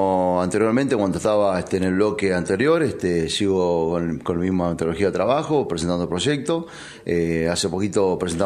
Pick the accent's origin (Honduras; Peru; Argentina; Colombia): Argentina; Puerto Madryn, Chubut; Estoy en Madryn, soy de Madryn